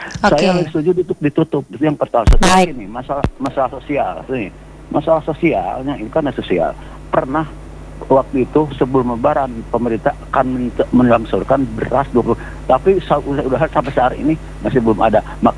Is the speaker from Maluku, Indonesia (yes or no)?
no; Bandung, West Java, Indonesia; Saya dari Bandung Timur, Pak, di sini ya.